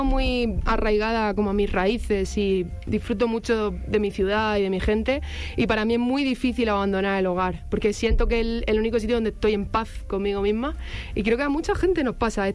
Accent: Murcia, Region of Murcia, Spain; yo soy de Murcia, que es una ciudad que está como al sur de España, muy cerca de Andalucía

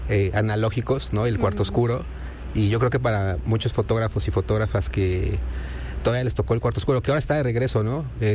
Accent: Mexico City, Mexico; born there; Yo nací aquí muy cerca en Tepito

